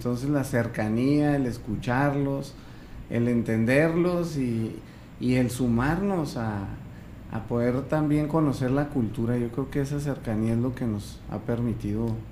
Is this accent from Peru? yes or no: no; Guachochi, Chihuahua, Mexico; yo, aunque estoy poquito güerito, pero pues la verdad que hemos convivido en el rancho de la comunidad desde que nacimos en Huachochi.